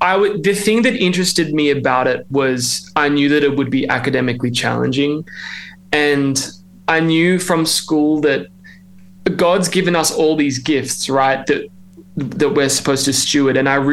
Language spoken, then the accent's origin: English; Melbourne, Victoria, Australia; accent: Australian; moved away as an adult; now in Nashville, United States; I'm trying to keep that accent because we've been living in the States for the past 3.5 years. And I grew up in Melbourne my whole life, pretty much, and just never thought I would have left Melbourne in my whole life, because I love Melbourne so much and all of our families are there.